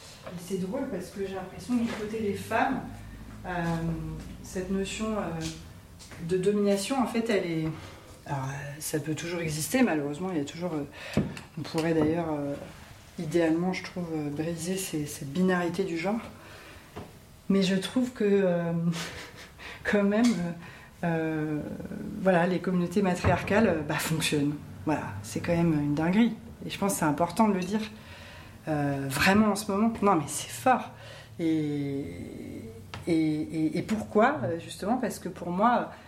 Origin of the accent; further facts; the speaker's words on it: Brittany, France; Mais comme je suis bretonne, j'ai la peau pâle.